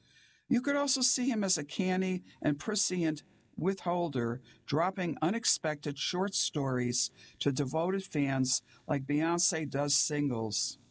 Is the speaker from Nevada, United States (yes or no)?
no; Manhattan, New York, United States; As a child growing up in Salinger's old neighborhood, I sneaked it for the naughty bits and familiar sights.